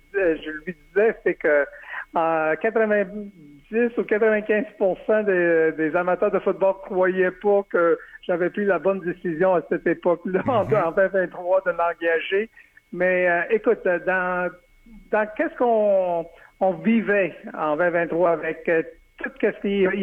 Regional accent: Montreal, Quebec, Canada; also born or lived in Edmonton; en 2002, moi, j'avais besoin de quitter Montréal pour aller dans l'ouest du pays pour aller travailler pour une équipe qui, à cette époque-là, s'appelait les Eskimos d'Edmonton, pour aller chercher ma crédibilité pour revenir dans ma ville natale

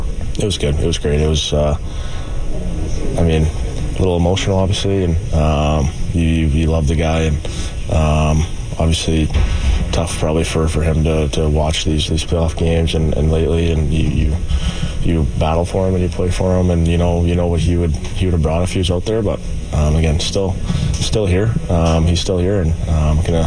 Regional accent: Western Canada, Canada; growing up in Western Canada

